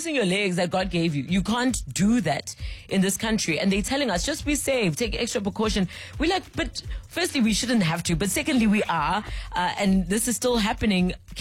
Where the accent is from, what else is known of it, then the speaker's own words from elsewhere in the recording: South Africa; But that's because as a South African, that's what you're now accustomed to.